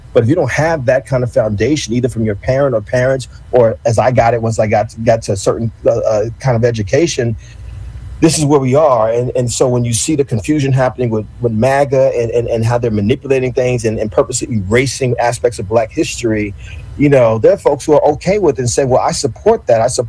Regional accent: New Jersey, United States; I didn't know that I was from North Jersey.

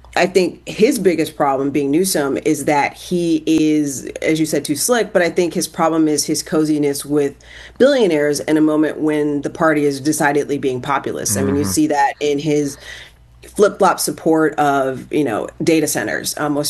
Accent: Ohio, United States; also born or lived in Indiana; I'm originally from Ohio, and I spent some time in Indiana, and I am constantly shocked every time I go back to those states

